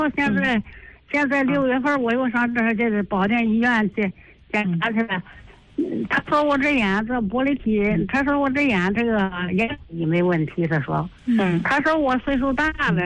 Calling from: Baoding, Hebei, China; 我是保定的不是？

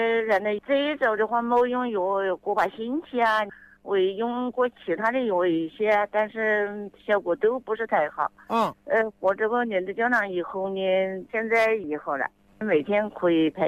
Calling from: Jingshan, Hubei, China; 我就是金山市这个青龙花园。

